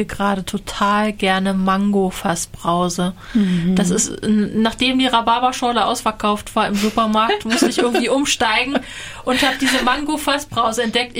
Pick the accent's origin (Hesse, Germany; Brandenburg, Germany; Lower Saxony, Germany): Brandenburg, Germany; Cottbus; moved away as an adult; ich komme ja aus Cottbus. Ich habe 18 Jahre in Cottbus gewohnt, bin dort groß geworden.